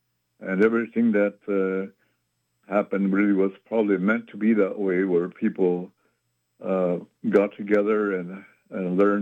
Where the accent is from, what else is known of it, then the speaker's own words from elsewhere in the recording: South Dakota, United States; I grew up out here in South Dakota on an Indian reservation.